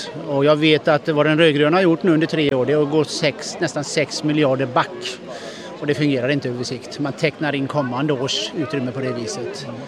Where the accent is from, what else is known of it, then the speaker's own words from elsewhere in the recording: Alingsås, Västra Götaland County, Sweden; Jag är från Alingsås.